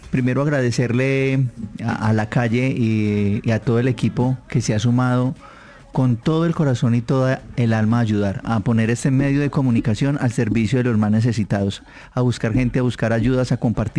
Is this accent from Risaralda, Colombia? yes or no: yes; Apía, Risaralda, Colombia; Yo soy de Apia Risaralda, sí. De la vereda San Carlos, de sector El Hoyo